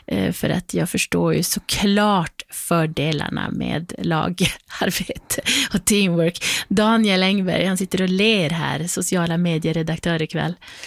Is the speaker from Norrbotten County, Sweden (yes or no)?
yes; Arvidsjaur, Norrbotten County, Sweden; hemma i Arvidsjaur där jag växte upp